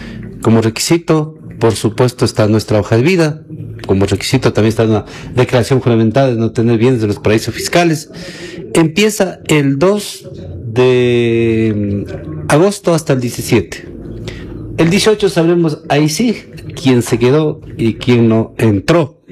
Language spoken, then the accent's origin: Spanish; Bolívar, Ecuador; como bolivarense que soy.